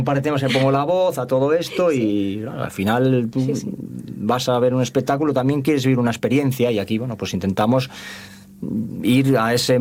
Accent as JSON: {"language": "Spanish", "town": "Carreño", "region": "Asturias", "country": "Spain", "lives_now": "Avilés, Spain", "said": "Yo llevo muchos años afincado en Áviles, pero realmente soy de Carreño"}